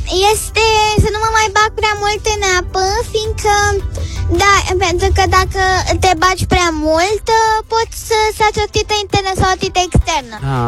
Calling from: Bucharest, Romania; din București, am 8 ani.

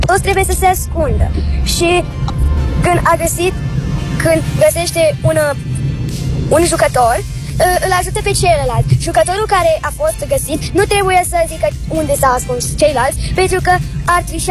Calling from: Bucharest, Romania; din București.

